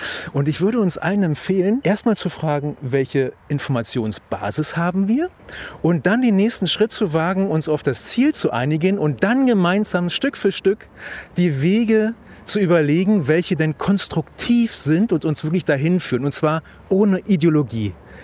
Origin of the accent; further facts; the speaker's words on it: East Germany, Germany; Ich komme aus der DDR